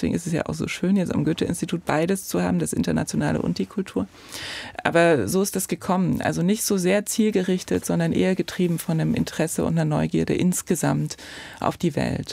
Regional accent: Frohburg, Saxony, Germany; moved away; Ich sage, ich komme aus der Nähe von Leipzig, in Ostdeutschland.

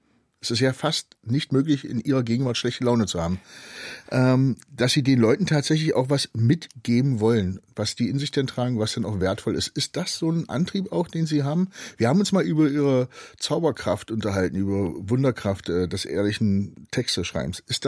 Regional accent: Magdeburg, Saxony-Anhalt, Germany; Gute Entscheidung, sage ich da jetzt mal als Magdeburger.

